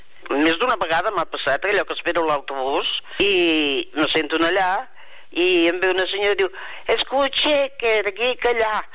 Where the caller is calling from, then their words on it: Girona, Catalonia, Spain; Que jo sóc de Girona i en surt moltes paraules gironines.